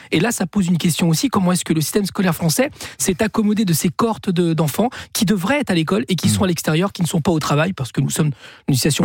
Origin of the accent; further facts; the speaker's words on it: Chile; now in France; puisque je ne suis pas né en France. Mais c'est quelque chose qui a eu lieu dans mon pays d'origine. Rappelez-vous, au Chili